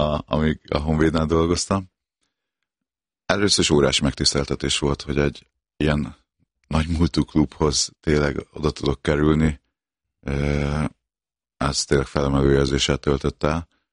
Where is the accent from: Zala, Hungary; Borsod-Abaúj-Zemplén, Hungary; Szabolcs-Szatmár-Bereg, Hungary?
Szabolcs-Szatmár-Bereg, Hungary; Nyíregyháza; nyíregyháziként